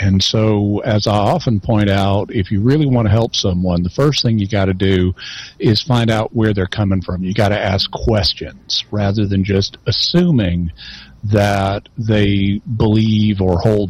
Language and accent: English; Arkansas, United States; I'm from Arkansas